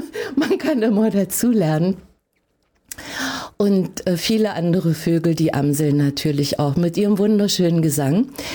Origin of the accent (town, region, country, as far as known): Heiligenstadt, Thuringia, Germany; born there; now in Lengenfeld, Germany